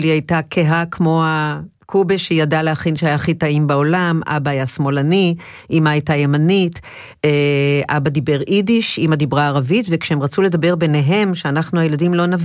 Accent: Tel Aviv, Tel Aviv District, Israel; also born or lived in a kibbutz (until age 3); וככה גדלתי בין שכונת התקווה לקפה פינאטי בדיזינגוף

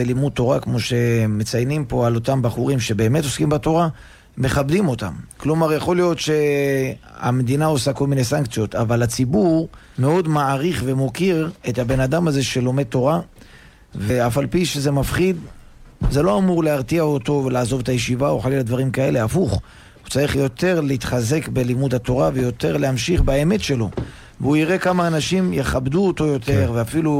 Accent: Netanya, Central District, Israel; קריית השרון.

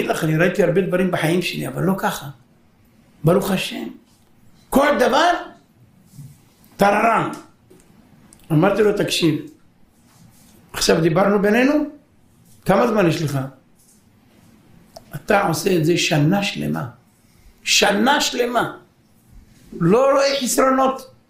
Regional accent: Haifa, Haifa District, Israel; אני בא להורים שלי גרו בחיפה. אני בא מחיפה.

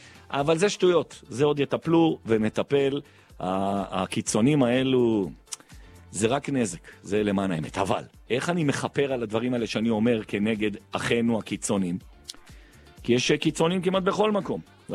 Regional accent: Jerusalem, Jerusalem District, Israel; born there; נולדתי בירושלים, ובעזרת השם אני אקבר בירושלים

